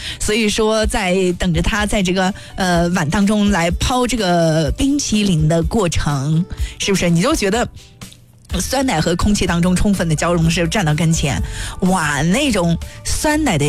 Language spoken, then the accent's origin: Chinese; Xinjiang, China; 嗯，就是可能就是我新疆人的这种慷慨大方，